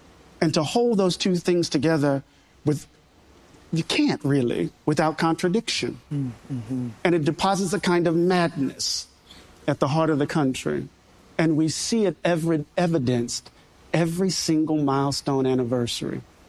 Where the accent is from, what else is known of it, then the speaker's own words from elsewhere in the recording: Mississippi, United States; Maybe it's because I'm from Mississippi.